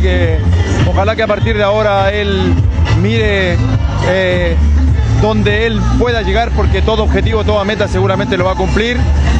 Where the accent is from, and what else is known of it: Chile